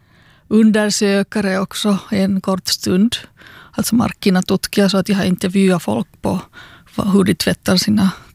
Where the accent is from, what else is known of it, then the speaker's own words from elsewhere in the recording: Helsinki, Uusimaa, Finland; moved away as an adult; also born or lived in Espoo; now in Turku, Finland; jag är född i Esbo. Uppvuxen i Helsingfors, har flyttat till Åbo när jag var 32 och min son föddes.